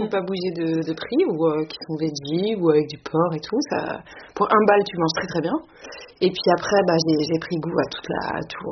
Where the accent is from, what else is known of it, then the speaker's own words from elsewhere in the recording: Pays de la Loire, France; now in Paris, France; Non, je suis du 4-4. Je suis de Loire Atlantique à l'origine, mais ça fait 20 ans que j'habite à Paris.